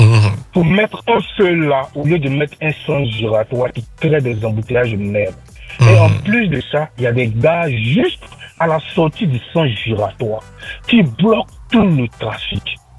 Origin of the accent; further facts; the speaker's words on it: Abidjan, Côte d’Ivoire; moved away; Moi, je suis de Yopougon.